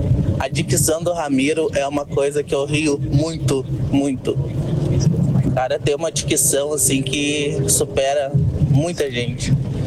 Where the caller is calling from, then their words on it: Portão, Rio Grande do Sul, Brazil; sou aqui de Portão, sou motorista por aplicativo.